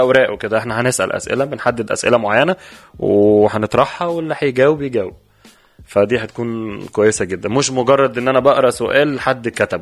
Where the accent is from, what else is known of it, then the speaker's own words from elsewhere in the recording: Egypt; now in Tunisia; انا مصري عايش في تونس خلاص, ففاهم التونسي.